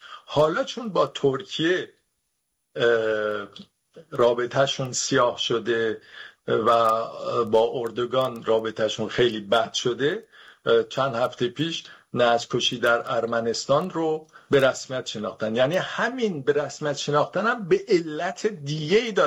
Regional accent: Iran; به عنوان یک ایرانی که ما در این فرهنگ رشد کردیم، در این فرهنگ رشد کردیم.

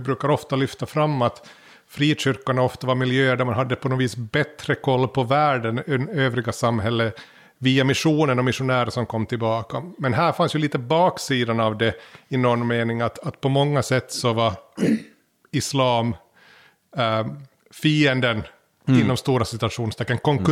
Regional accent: Finland; När man växte upp i Finland så vi hade ju mycket mindre invandring.

